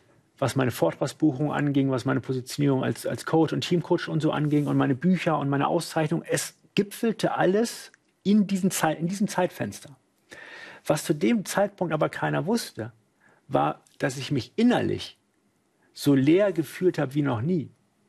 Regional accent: Hamburg, Germany; nach dem Everest nach Hamburg zurück bin, wo ich herkomme.

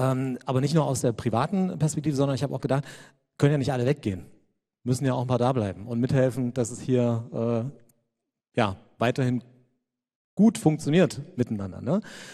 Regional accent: Saxony, Germany; Ich war 12, als die Mauer fiel. Ich komme aus der Nähe von Chemnitz und habe so gespürt, oh, da passiert was.

